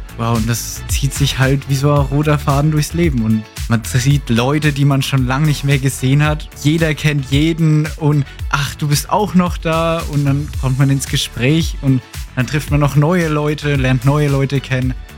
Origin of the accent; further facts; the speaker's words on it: Bamberg, Bavaria, Germany; Ich bin ja hier in Bamberg geboren